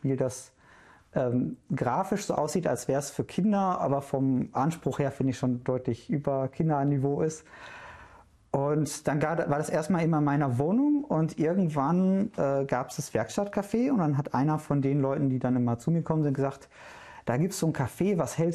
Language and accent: German; Duisburg, North Rhine-Westphalia, Germany; moved away as an adult; also born or lived in Essen / Mülheim / Düsseldorf / Wuppertal; now in Dessau, Germany; ich komme aus Duisburg, weil ich meine ganze Schulzeit da verbracht habe. Die Blitzvariante wäre, ich bin in Essen geboren, in Duisburg aufgewachsen, habe in Mülheim Zivildienst gemacht.